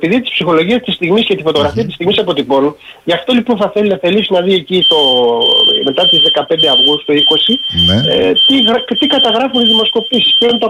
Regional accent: Rethymno, Crete, Greece; Εγώ από το Ρέθμιο, ο κύριος Μητσοτάκης στα Χανιά.

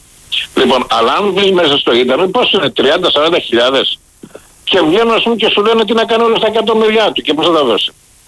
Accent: Keratsini, Attica, Greece; από το Κερατσίνο.

